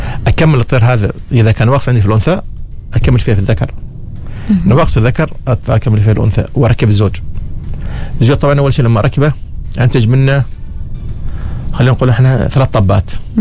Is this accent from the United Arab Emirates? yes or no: no; Oman; نحن عندنا في عمان